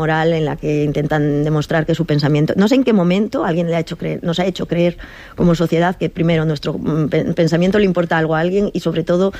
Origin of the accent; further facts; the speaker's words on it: San Sebastián, Basque Country, Spain; Del que acaba de ganar la Copa del Rey, porque soy donostiarra